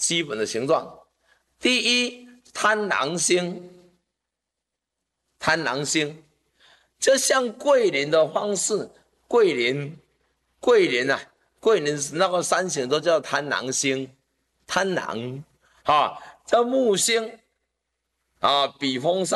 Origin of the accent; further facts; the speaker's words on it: Taiwan; 我们台湾人